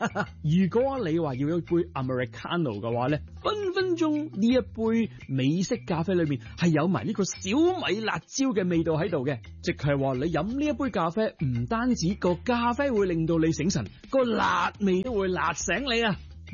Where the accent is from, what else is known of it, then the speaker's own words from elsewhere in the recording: Hong Kong; 咁呢啲都係对我哋香港人嚟讲好容易接受嘅嘢。